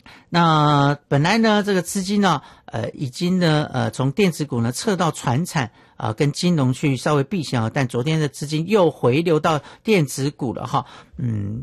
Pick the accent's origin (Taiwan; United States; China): Taiwan; Miaoli, Miaoli County; 还有我的家乡苗栗，也欢迎大家来这个苗栗呢来玩玩哈、哦。山城有很多好山好水哈、哦